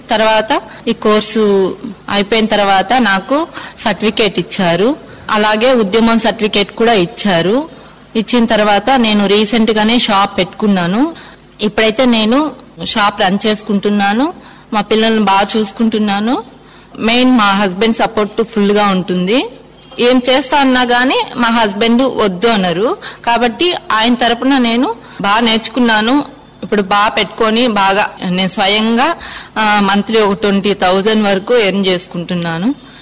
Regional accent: Tirupati, Andhra Pradesh, India; నాది Tirupati auto Nagar Ambedkar colony.

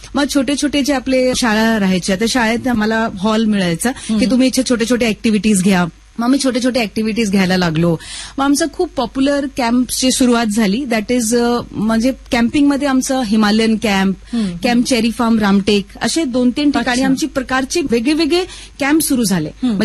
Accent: Himachal Pradesh, India; moved away as an adult; also born or lived in Chandigarh; मी देवभूमी हिमाचलची आहे, ठीक आहे. माझे रूट्स तिकडचे आहे, ठीक आहे. माझा बॉर्न ब्रॉटअप हिमाचल, एज्युकेशन चंडीगडला.

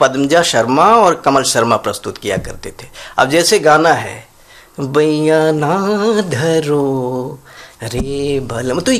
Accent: Darbhanga, Bihar, India; हम उस भौगोलिक क्षेत्र से आते हैं जहाँ कई भाषाएं हैं, मैथिली है, मगही है, बज्जिका है, अंगिका है, और इन क्षेत्रीय भाषाओं के बीच में हिंदी के जो मानक है उसको बनाए रखना बड़ी चुनौती है। तो मैं जब दरभंगा से

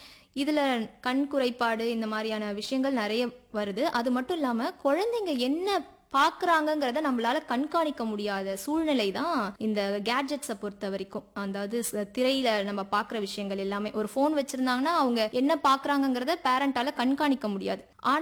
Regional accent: Puducherry, India; born there; first language Tamil; என்னோட புதுச்சேரியில பிறந்ததுனால

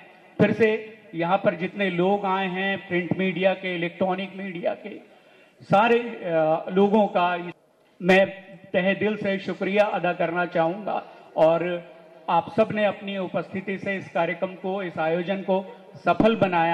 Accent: Bhilai, Chhattisgarh, India; मैं भिलाई का ही निवासी हूँ

